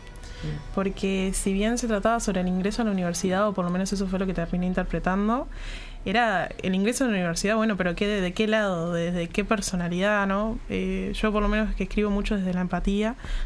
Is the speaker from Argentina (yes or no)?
no; Canelones, Uruguay; now in Montevideo, Uruguay; Yo soy de Canelones, radico en Montevideo ahora.